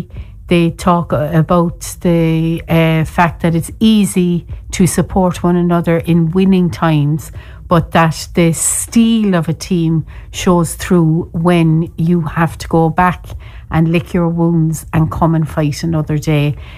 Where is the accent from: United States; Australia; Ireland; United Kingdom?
Ireland; Cork, Munster; I am the storyteller from Cork. And in Cork today, we are nursing the broken hearts.